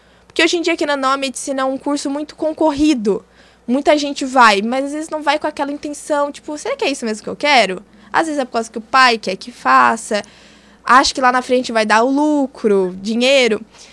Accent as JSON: {"language": "Portuguese", "country": "Brazil", "said": "Eu venho da comunidade de São Felipe."}